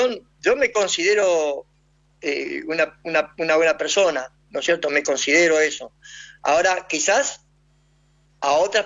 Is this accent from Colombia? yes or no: no; Argentina; now in Paraguay; soy argentino. Soy argentino, yo uso mi camiseta de Argentina, yo grito los goles, no voy a cambiar mi idioma, no sé hablar guaraní, sé muy pocas cosas